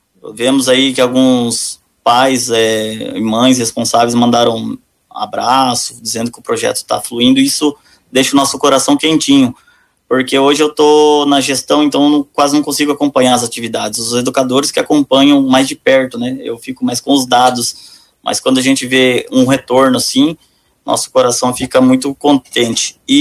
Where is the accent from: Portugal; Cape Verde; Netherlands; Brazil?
Brazil; Foz do Iguaçu, Paraná; now in Ponta Porã, Brazil; só eu e a Samila que somos de Foz